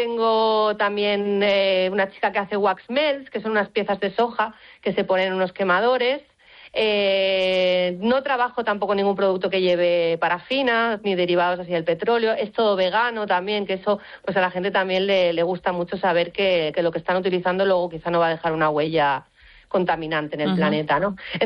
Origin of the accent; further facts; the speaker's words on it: Barcelona, Catalonia, Spain; moved away; yo ya sabéis que soy de Barcelona y me tuve que ir